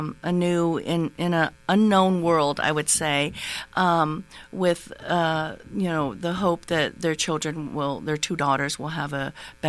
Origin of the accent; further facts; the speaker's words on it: Houston, Texas, United States; born there; also born or lived in Da Lat, Vietnam / Colorado; first started in Colorado with a sponsor family, and then eventually relocated to the Houston area, which is where I had my middle school, high school